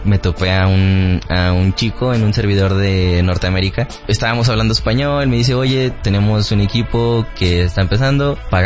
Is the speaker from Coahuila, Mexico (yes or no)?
yes; Saltillo, Coahuila, Mexico; Y para mí fue como que, o sea, pues yo también soy de Saltillo, ¿sabes?